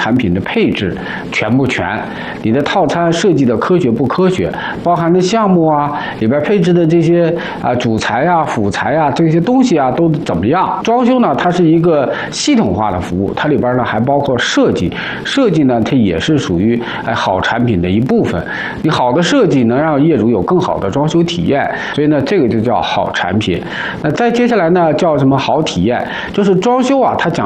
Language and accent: Chinese; Beijing, China; 咱们北京人买东西都讲求看老字号。